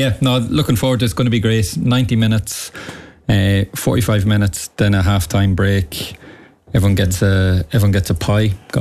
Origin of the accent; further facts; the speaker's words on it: Ireland; I'm the Irish Eddie Hearn.